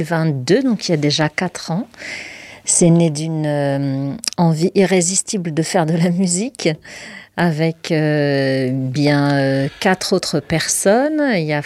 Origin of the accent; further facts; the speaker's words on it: Morocco; first language Moroccan Arabic; French is a second language; l'arabe parlé marocain, oui, tout à fait, la darija. Donc c'est avec cette langue-là que je chante, c'est ma langue maternelle. Et les musiques, les sons, les rythmes sont d'inspiration de tous les rythmes du Maroc.